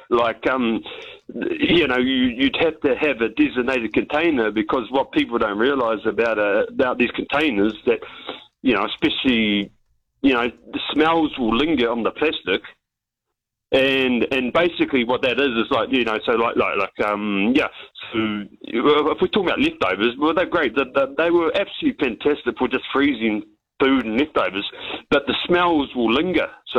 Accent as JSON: {"language": "English", "region": "Canterbury", "country": "New Zealand", "said": "Look, I'm from Canterbury, and obviously I was a fan of Fraser"}